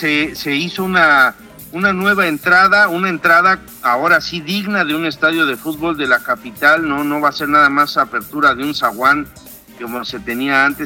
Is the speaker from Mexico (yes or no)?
yes; Mexico